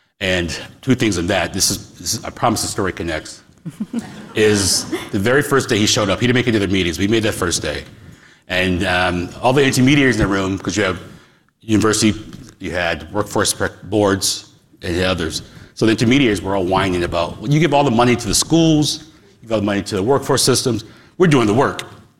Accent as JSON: {"language": "English", "region": "Wisconsin", "country": "United States", "lives_now": "Pittsburgh, United States", "said": "I'm from Wisconsin originally. You know, I live in Pittsburgh now, but I'm not a Pittsburgher."}